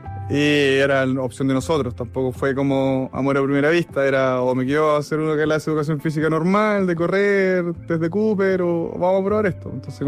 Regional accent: Temuco, Araucanía, Chile; born or raised there

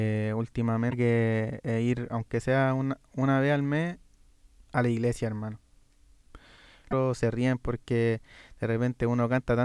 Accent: Santiago, Santiago Metropolitan Region, Chile; donde yo me crié, en Cerro Navia

